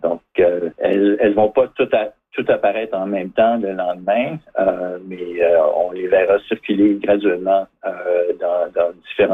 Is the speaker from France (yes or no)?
no; Canada; en tant que Canadien.